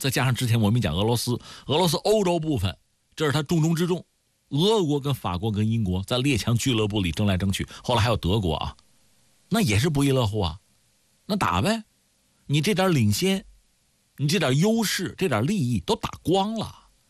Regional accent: China; 我们中国人

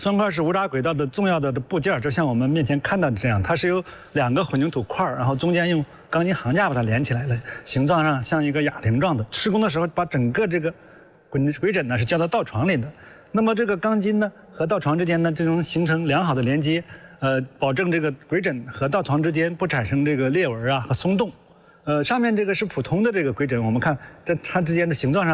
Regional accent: China; 我觉得我们中国人的工程师应该有自己的智慧，

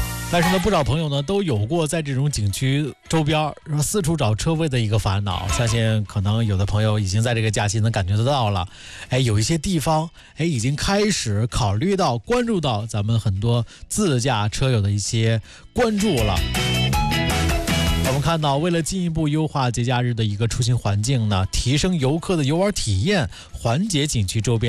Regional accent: Handan, Hebei, China; moved away; 像我的老家邯郸啊

